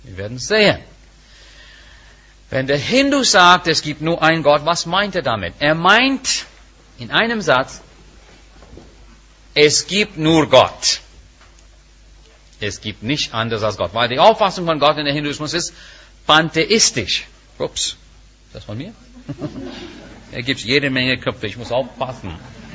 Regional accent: India; German is a second language; Es gibt Unzufriedenheit auch in Indien. Auch in Indien. Ich bin Inder.

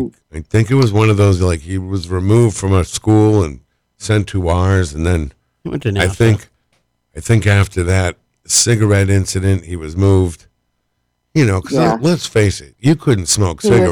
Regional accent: Manchester, New Hampshire, United States; Life growing up in Manch.

